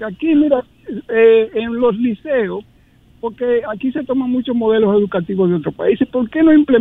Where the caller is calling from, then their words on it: Dominican Republic